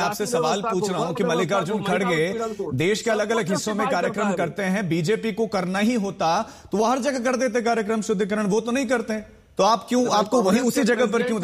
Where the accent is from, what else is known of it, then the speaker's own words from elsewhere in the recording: Uttarakhand, India; मैं उत्तराखंड से ही आता हूं, मुझे रियलिटी मालूम है, मैं उत्तराखंड से आता हूं।